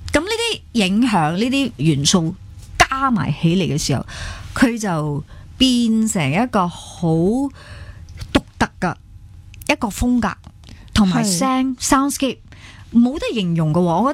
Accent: Malaysia; 因为我觉得好难去定义我哋马来西亚人做嘅 jazz

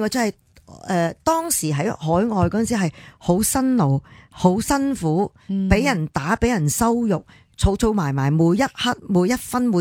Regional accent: Chaozhou, Guangdong, China; 因为第一我系潮州人啦，虽然我唔识听佢讲任何一句说话啦

